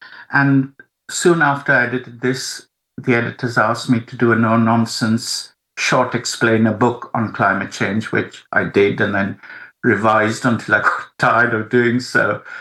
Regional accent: India; And this was unheard of at the time, even for where I grew up in India.

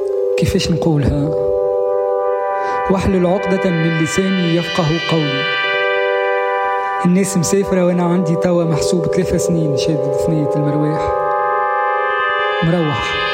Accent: Tunis, Tunis Governorate, Tunisia; also born or lived in Ariana; كان العوينة حومتي وريانا حومتي الثانية

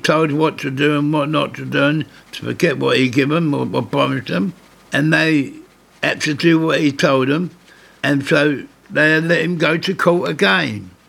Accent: Deptford, London, United Kingdom; I'm going back 81 years ago. I was born in Deptford High Street.

